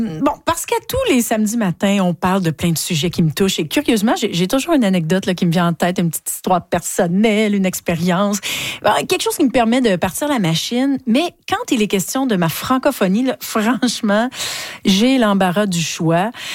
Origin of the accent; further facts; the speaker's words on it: Ontario, Canada; born there; Je suis née en Ontario, j'ai passé une grande partie de ma vie.